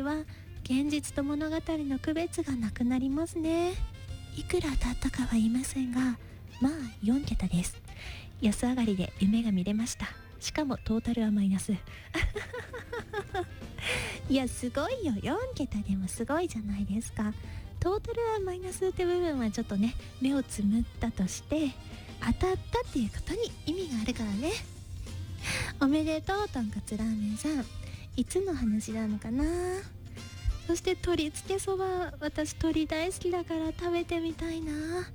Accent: Tokushima, Japan; moved away; 私徳島出身やったから、あーもうわややわとか言うよね。

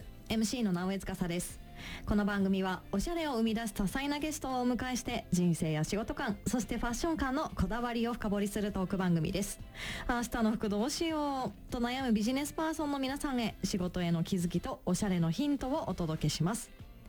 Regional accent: Yamanashi, Japan; 私山梨県で育ったんですけど

